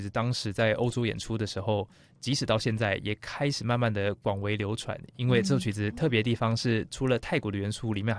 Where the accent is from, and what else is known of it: Taiwan; moved away